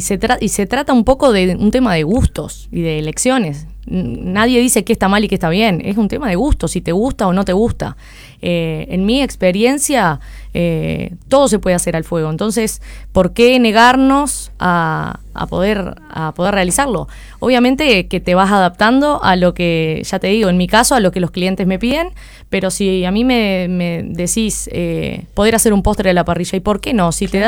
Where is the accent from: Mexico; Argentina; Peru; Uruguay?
Uruguay; nosotros acá en Uruguay